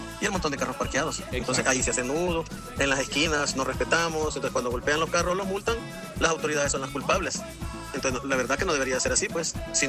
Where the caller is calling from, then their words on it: Santa Ana, El Salvador; nosotros, como salvadoreños, como santanecos que somos